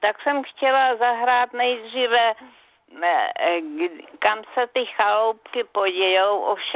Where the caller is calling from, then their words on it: Central Bohemian Region, Czechia; z Kladenska